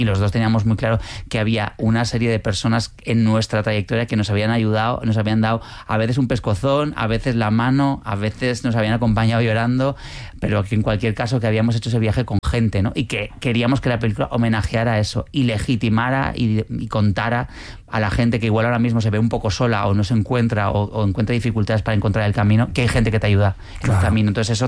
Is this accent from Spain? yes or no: yes; Pamplona, Navarre, Spain; moved away as an adult; now in Madrid, Spain; yo nací en Pamplona, viajé a Madrid en el año 98